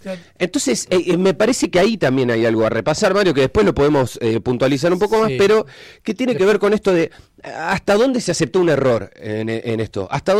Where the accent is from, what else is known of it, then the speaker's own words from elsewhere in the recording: Argentina; yo me considero argentino, tengo la camiseta puesta y no me la han sacado, así que calculo que formo parte de este país